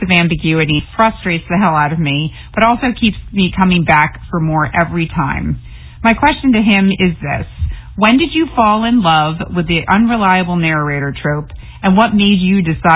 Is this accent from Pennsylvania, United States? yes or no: yes; Pennsylvania, United States; I'm a bookseller from Pennsylvania.